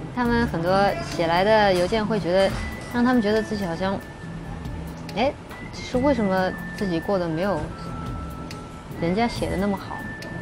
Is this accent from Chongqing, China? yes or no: yes; Chongqing, China; now in Shanghai, China; 因为在我家乡重庆，我们是穿泳衣的。然后我到了上海来